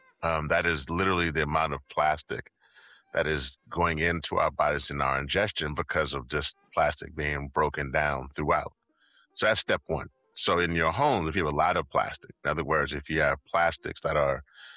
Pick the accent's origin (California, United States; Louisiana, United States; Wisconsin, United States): Louisiana, United States; Particularly, I mentioned before, I'm from Louisiana.